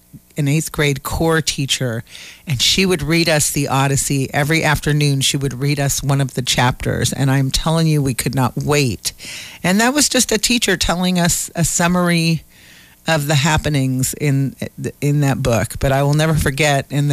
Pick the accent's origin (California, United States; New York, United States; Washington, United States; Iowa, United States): California, United States; San Rafael; When I grew up in San Rafael, I went to school at a middle school called Santa Venetia Middle School.